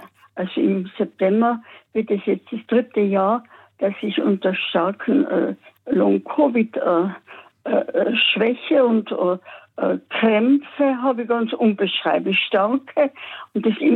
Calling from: Innsbruck, Tyrol, Austria; Ja, ich rufe aus Innsbruck an und ich bin bald 82

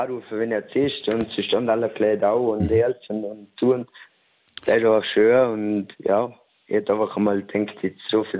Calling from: Vorarlberg, Austria; ich komme aus dem Bregenzer Wald

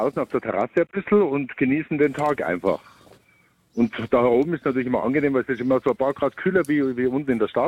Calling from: Tyrol, Austria; accent: Bavarian; Wir sind eigentlich aus Tirol und ich arbeite in München

